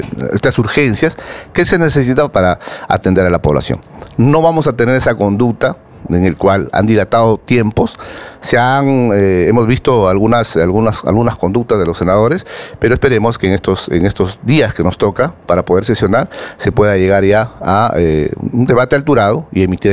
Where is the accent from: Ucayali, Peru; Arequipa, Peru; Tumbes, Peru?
Tumbes, Peru; yo vengo de Tumbes.